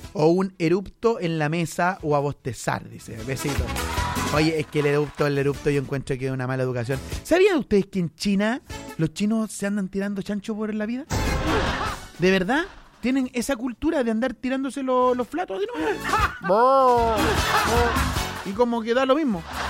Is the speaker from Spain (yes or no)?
no; Chile; Somos mañosos los chilenos.